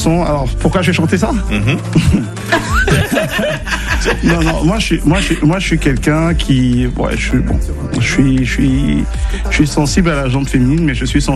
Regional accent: Nairobi, Kenya; on a grandi à Nairobi, au Kenya.

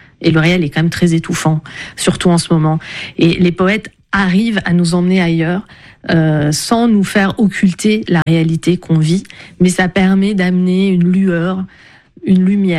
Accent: Lebanon; moved away; also born or lived in United States; c'est ça que j'avais vécu dans mon enfance au Liban, avec une tradition libanaise qui s'appelle le zajal

